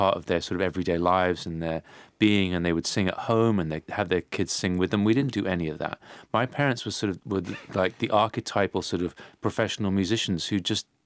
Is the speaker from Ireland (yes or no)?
no; United Kingdom; moved away as an adult